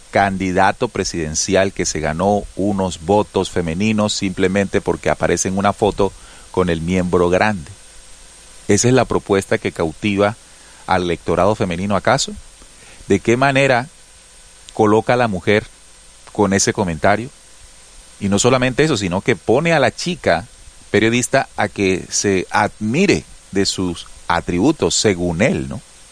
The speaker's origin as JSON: {"language": "Spanish", "region": "Caribbean coast", "country": "Colombia", "accent": "costeño", "said": "yo soy costeño también. y seguramente yo, cuando esté con mis amigos, voy a utilizar la jerga costeña y todo el cuento."}